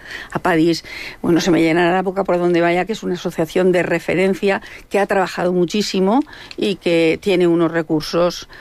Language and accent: Spanish; Villena, Valencian Community, Spain; also born or lived in Viar; Yo nací en Viar, pero toda mi vida he vivido en Villena.